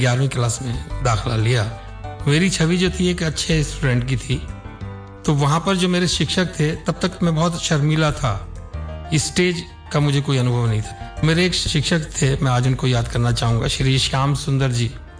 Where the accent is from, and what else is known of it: Moradabad district, Uttar Pradesh, India